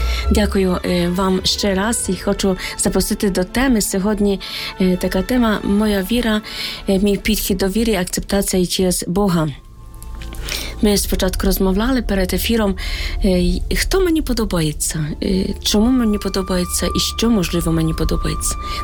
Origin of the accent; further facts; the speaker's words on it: Boryspil, Kyiv Oblast, Ukraine; Так, і я також з Борисполя, парафія Переображення Господнього